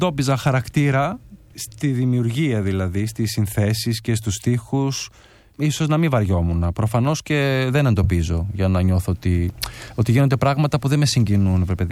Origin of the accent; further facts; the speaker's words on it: Northern Greece, Greece; also born or lived in Xanthi / Kozani; βορειοελλαδίτης είμαι έτσι κι αλλιώς, γιατί η καταγωγή μου είναι και από Ξάνθη και από Κοζάνη, Μακεδονία, Θράκη